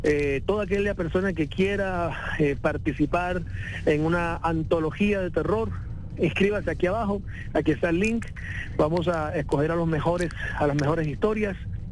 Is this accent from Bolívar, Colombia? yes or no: yes; Cartagena, Bolívar, Colombia; born there; Yo soy colombiano, mi familia es samaria. Yo nací de vacaciones en Cartagena. Nos estábamos de vacaciones y nací ahí.